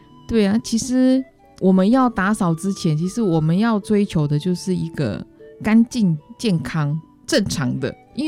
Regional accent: Taiwan

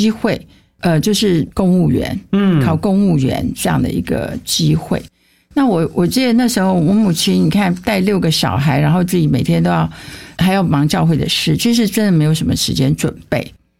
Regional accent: Taiwan; born there

